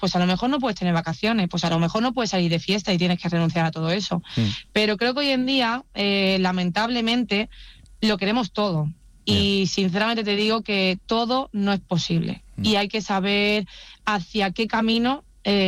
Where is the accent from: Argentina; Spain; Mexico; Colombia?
Spain; Huelva, Andalusia; moved away; cuando bajé a mi tierra, a Huelva, y lo pude disfrutar con mi familia